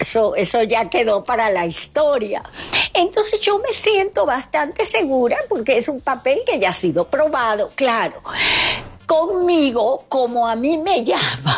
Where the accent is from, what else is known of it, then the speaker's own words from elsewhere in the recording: Venezuela; Y que terminó en mi país, terminó